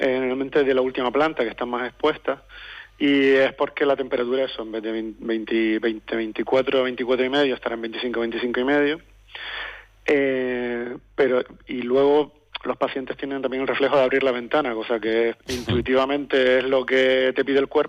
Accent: Canary Islands, Spain; Somos canarios y siempre nos gusta sentir el aire de una forma u otra.

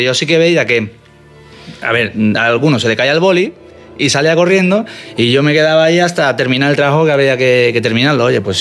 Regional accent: Málaga, Andalusia, Spain; born or raised there; moved away as an adult

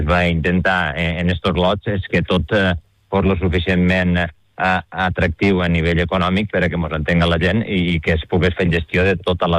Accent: Paüls, Catalonia, Spain; Al meu poble, a Paüls

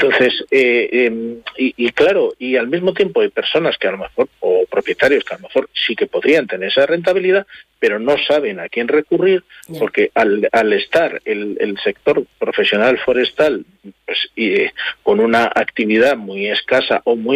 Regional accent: Aragon, Spain

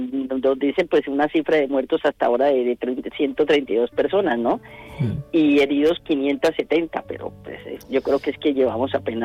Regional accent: Colombia; now in Almería, Spain; Los colombianos nos hemos convertido en un colectivo muy grande.

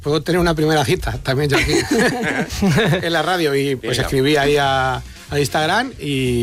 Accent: Aranjuez, Community of Madrid, Spain; accent: Toledo; Pues en mi pueblo, yo soy de Aranjuez, pero es frontera con Toledo, o sea... Todos los bolos.

